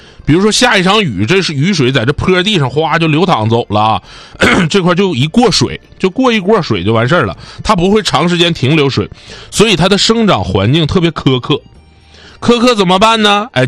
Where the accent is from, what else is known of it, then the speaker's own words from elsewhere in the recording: Northeast China, China; accent: Northeastern (Dongbei) dialect; 就我们东北话讲叫沤啊，我不知道南方朋友能不能听懂啊。